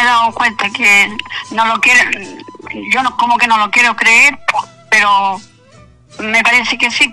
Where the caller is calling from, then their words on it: Panguipulli, Los Ríos, Chile; Región de los Lagos. Panguipulli, para allá.